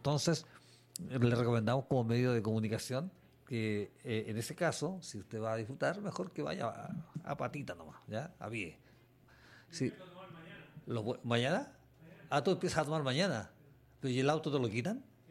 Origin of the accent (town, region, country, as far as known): Chile